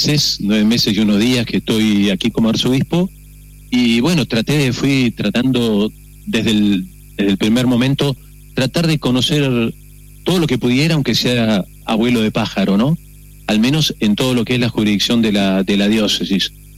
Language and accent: Spanish; Buenos Aires, Argentina; moved away as an adult; also born or lived in La Pampa; now in Paraná, Argentina; Yo soy porteño, ¿no? Nací en Capital Federal, hice mi colegio y el seminario de Buenos Aires.